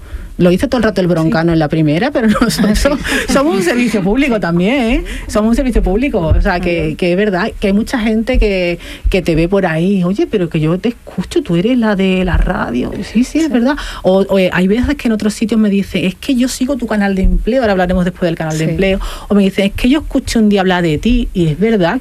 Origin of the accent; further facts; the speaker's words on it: San Juan de Aznalfarache, Andalusia, Spain; Sí, a mi pueblo.